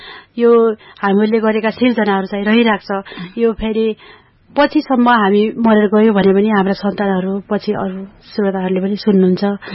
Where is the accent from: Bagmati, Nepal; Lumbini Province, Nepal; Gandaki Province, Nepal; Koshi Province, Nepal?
Lumbini Province, Nepal; Rolpa; born there; मेरो जन्म रोल्पा पासाङमा भएको थियो।